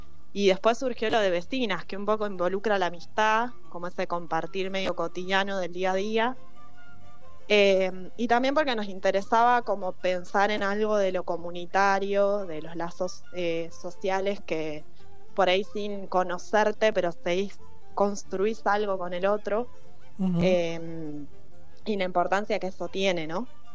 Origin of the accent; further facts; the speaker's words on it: Neuquén, Argentina; now in La Plata, Argentina; yo soy de Neuquén.